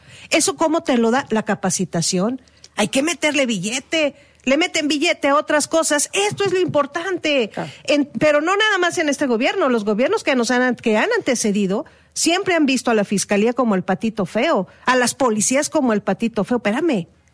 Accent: Mexico; en todos somos mexicanas, mujeres, y es el feminicidio aquí y en Baja California

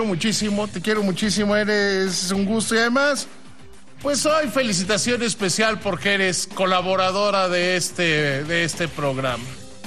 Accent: Mexico; son parte del pueblo, de nuestro pueblo, del pueblo de México.

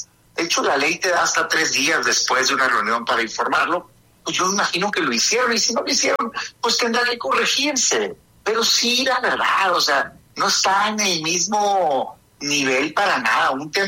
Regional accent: Mexico; yo como mexicano

